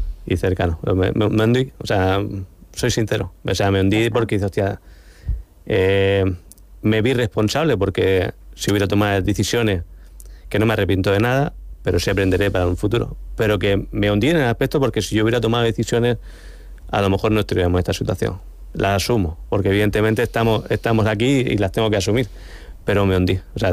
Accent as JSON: {"language": "Spanish", "town": "Cartagena", "region": "Region of Murcia", "country": "Spain", "said": "siendo cartagenero, conociendo a mis paisanos"}